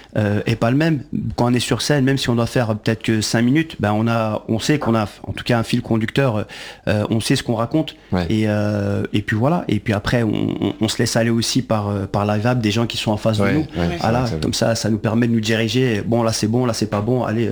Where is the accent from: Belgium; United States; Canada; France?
Belgium; Je vous rassure, nous aussi en tant que Belges, on n'y comprend rien.